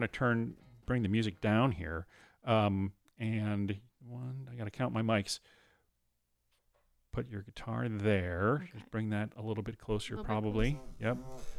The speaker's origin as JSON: {"language": "English", "region": "Midwest", "country": "United States", "said": "being from the Midwest"}